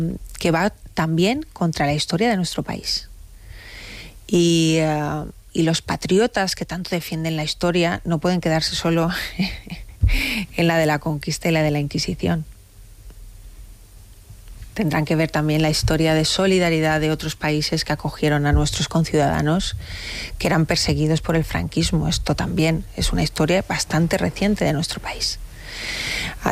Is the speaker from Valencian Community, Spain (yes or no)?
yes; Valencian Community, Spain; en mi tierra, en la Comunidad Valenciana